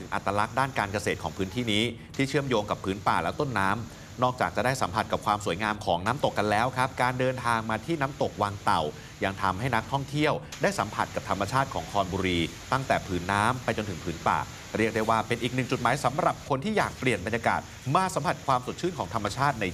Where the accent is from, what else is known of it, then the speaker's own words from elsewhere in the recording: Phitsanulok, Thailand; born there; also born or lived in Southern Thailand; ผมเองเนี่ยพื้นเพคนใต้บอกก่อนแต่ว่าเกิดแบบที่พิษโลกนะฮะ